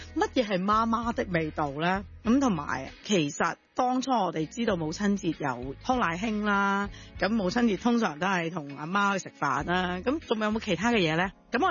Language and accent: Cantonese; Guangdong, China; 即系我哋广东人最多就话炖汤啊。